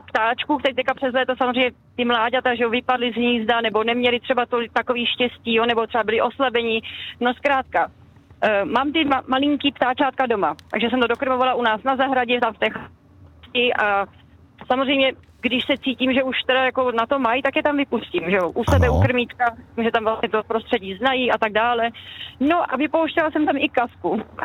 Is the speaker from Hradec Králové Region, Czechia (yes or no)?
no; Brno, South Moravian Region, Czechia; moved away as an adult; now in Jeseníky, Czechia; Já jsem teda původem z Brna a já jsem se přestěhovala po letech v Brně právě do Jeseníku do takové chatarské osady